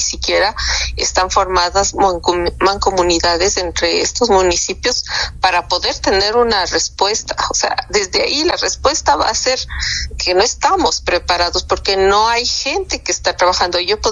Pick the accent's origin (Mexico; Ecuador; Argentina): Ecuador; nosotros como sociedad ecuatoriana